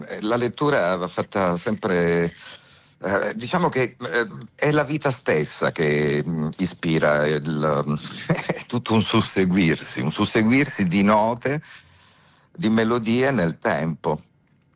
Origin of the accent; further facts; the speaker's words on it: Crotone, Calabria, Italy; moved away as an adult; also born or lived in Florence; now in Rome, Italy; Io sono partito da Crotone, come dicevi tu, dalla Calabria, per dedicarmi completamente alla musica. E, prima mi sono trasferito a Firenze dove ho fatto l'università e nello stesso tempo suonavo in tutti i locali. Poi quando sono arrivato a Roma